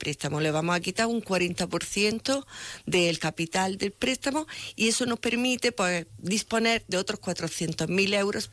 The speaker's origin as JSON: {"language": "Spanish", "town": "Vegas del Genil", "region": "Andalusia", "country": "Spain", "said": "siempre me doy una vuelta por Pursil, Ambre y Belicena y veo el estado en que se encuentra por la mañana mi pueblo."}